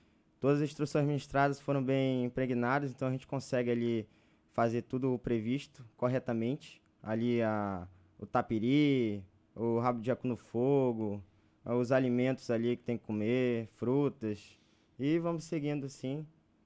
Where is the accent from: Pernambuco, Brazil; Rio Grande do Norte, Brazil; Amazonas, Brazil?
Amazonas, Brazil; Tabatinga; also born or lived in Benjamin Constant; Sou aqui de Tabatinga mesmo, nasci em Benjamim, mas eu cresci em Tabatinga.